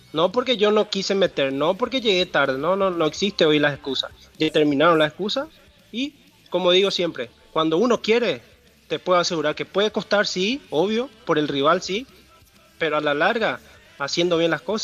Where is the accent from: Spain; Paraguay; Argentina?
Paraguay; como paraguayo y como deportista